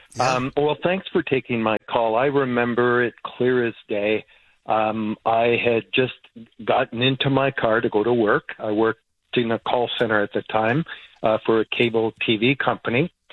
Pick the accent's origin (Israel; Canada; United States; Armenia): Canada; One thing I want to say as a Canadian, I really appreciate how balanced you are with regards to your guests